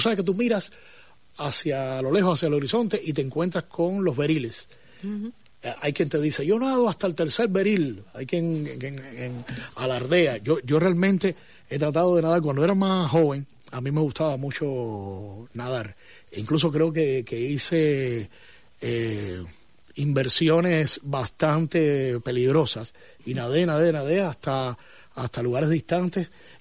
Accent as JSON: {"language": "Spanish", "country": "Cuba"}